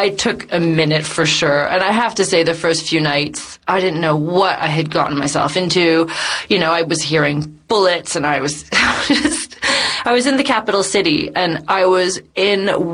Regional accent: Canada; as a Canadian

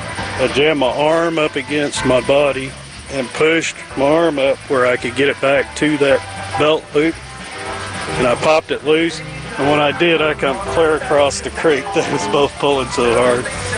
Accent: Calumet, Oklahoma, United States; I'm from Calumet, Oklahoma. I am fourth generation Okie Noodler.

